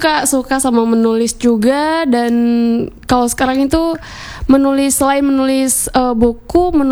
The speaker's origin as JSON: {"language": "Indonesian", "town": "Tobelo", "region": "North Maluku", "country": "Indonesia", "tie": "born or raised there", "said": "Jadi memang dari kecil lahirnya pun di Tobelo"}